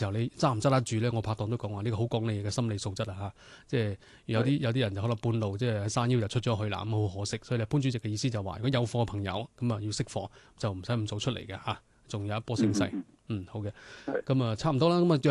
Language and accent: Cantonese; Guangdong, China; 即系我哋广东人有句咩